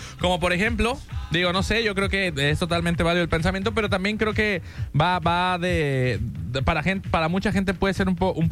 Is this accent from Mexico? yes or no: yes; Mexico; creo que también como mexicano es normal